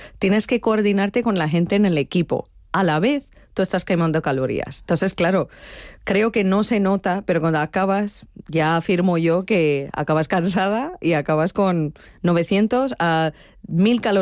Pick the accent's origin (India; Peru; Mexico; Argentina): India; Chennai, Tamil Nadu; now in Spain; soy de Chennai, del sur de la India. Llevo 20 años en España.